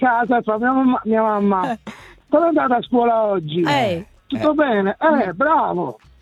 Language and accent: Italian; Avezzano, Abruzzo, Italy; accent: Reggio Emilia; Io sono originario di Avezza.